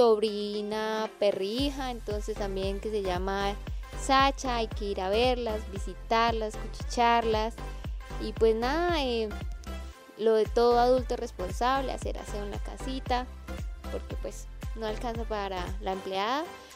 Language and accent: Spanish; Chinácota, Norte de Santander, Colombia; yo soy de Chinácota, el pueblito más lindo de Norte de Santander, y no fallo en ir todos los fines de semana a mi casita, a visitar a mi familia.